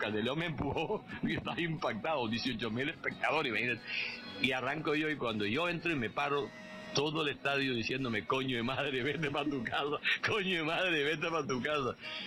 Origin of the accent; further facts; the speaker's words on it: Colombia; no como animador, sino como un colombiano que quería abrazar al pueblo de Venezuela.